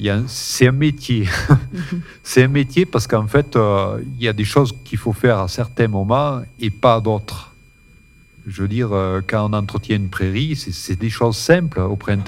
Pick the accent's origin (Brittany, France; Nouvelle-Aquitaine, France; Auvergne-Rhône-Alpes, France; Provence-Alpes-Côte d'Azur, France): Auvergne-Rhône-Alpes, France; Usclades-et-Rieutord; je suis né ici, je suis né à Usklad. Et donc, du coup, depuis longtemps, depuis des siècles, on est sur ce territoire.